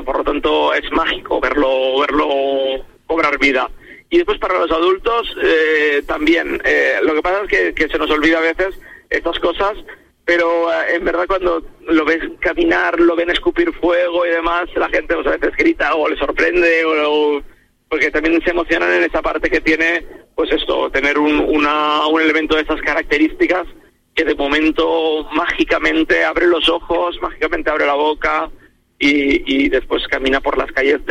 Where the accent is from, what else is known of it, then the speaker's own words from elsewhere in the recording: Valencian Community, Spain; Nosotros somos valencianos y viene en nuestro ADN, claro, la tradición de la pólvora.